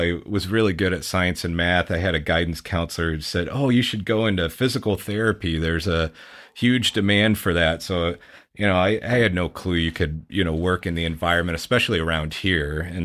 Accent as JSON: {"language": "English", "town": "Bettendorf", "region": "Iowa", "country": "United States", "tie": "born or raised there", "said": "had a great childhood growing up in Bettendorf. My grandparents actually still had a farm, if you can believe that, on State Street in Bettendorf"}